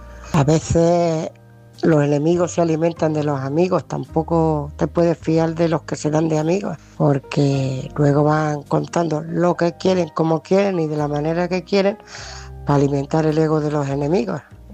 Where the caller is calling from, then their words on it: Ciudad Real, Castilla-La Mancha, Spain; de Ciudad Real.